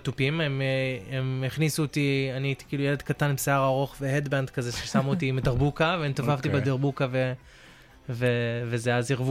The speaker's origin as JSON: {"language": "Hebrew", "town": "Brisbane", "region": "Queensland", "country": "Australia", "tie": "born or raised there", "also_born_or_lived": "Melbourne", "said": "לא, בסביבות הזמן הזה, אנחנו עשינו טיול גדול, ועברנו לבריזבן. מלבורן היה קר מדי."}